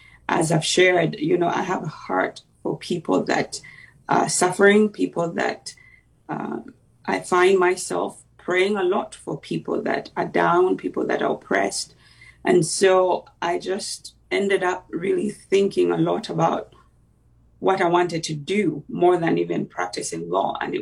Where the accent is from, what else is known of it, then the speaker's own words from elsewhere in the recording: Uganda; moved away as an adult; also born or lived in England; now in Alabama, United States; I went to law school back in my home country in Uganda. And when I got married, I moved to England. And eventually, as you pointed out, I moved to the U.S. and moved to Alabama.